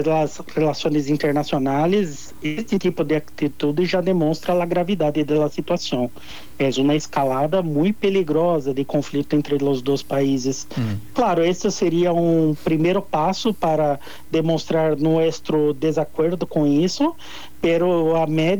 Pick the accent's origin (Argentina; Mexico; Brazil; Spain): Brazil